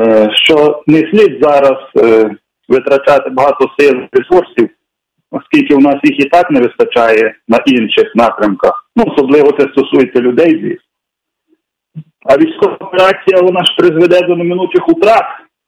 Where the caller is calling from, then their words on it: Ivano-Frankivsk Oblast, Ukraine; я з Івано-Франківщини.